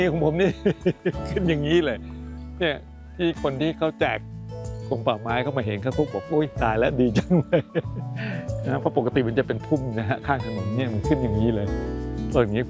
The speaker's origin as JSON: {"language": "Thai", "town": "Lang Suan", "region": "Chumphon", "country": "Thailand", "tie": "born there", "said": "ผมเกิดที่อำเภอหลังสวนจังหวัดชุมพรนี่แหละครับก็คือชาวสวน"}